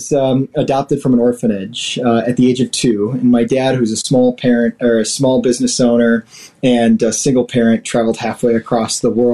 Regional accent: Racine, Wisconsin, United States; growing up in Racine, I had this all-American childhood and this real sense of gratitude

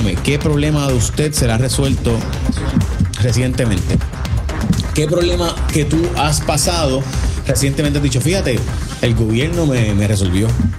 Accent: San Lorenzo, Puerto Rico; yo soy de San Lorenzo

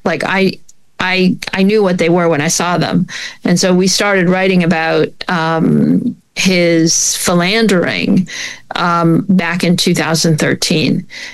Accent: Canada

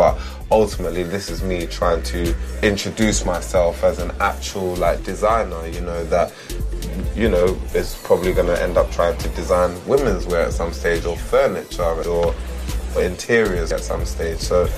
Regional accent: United Kingdom; the modern British man, seeing as I am a British man

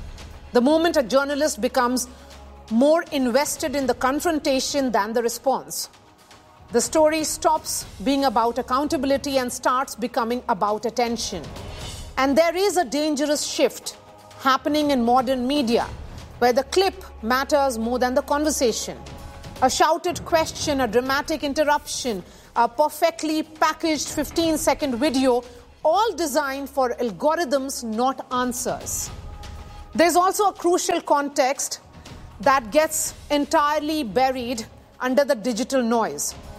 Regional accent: Bihar, India; my home state of Bihar.

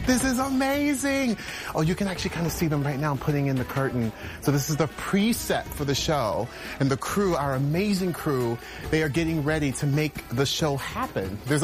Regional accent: Orlando, Florida, United States; I grew up in Orlando, Florida

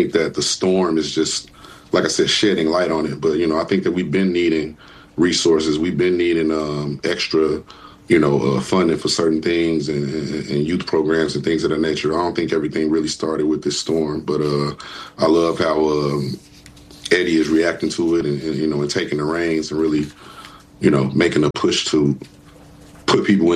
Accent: Gary, Indiana, United States; born or raised there

